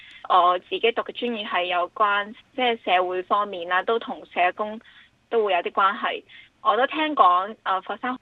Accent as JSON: {"language": "Cantonese", "country": "Hong Kong", "said": "我是来自香港的，现在在香港都会大学读紧善用社会学。"}